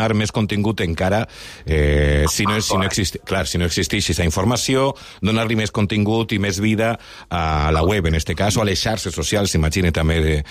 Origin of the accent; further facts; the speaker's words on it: Manises, Valencian Community, Spain; Perquè jo sóc de Manises.